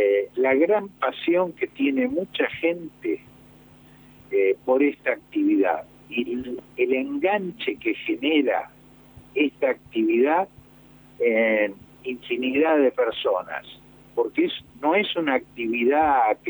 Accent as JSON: {"language": "Spanish", "town": "San Isidro", "region": "Buenos Aires Province", "country": "Argentina", "tie": "born there", "also_born_or_lived": "Martínez", "said": "nací en San Isidro, viví en Martínez"}